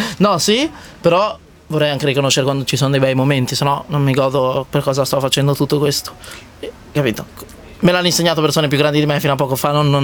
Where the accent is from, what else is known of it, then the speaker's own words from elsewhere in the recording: Sant'Agata Bolognese, Emilia-Romagna, Italy; il cap del mio paesino, Sant'Agata Bolognese si chiama.